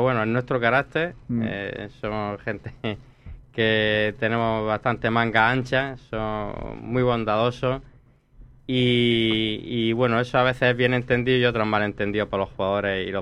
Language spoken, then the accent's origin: Spanish; Almería, Andalusia, Spain